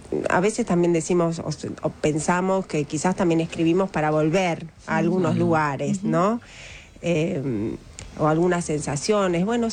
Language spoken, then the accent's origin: Spanish; Rosario, Santa Fe, Argentina; Nuestro papá, o sea, nosotras somos rosarinas.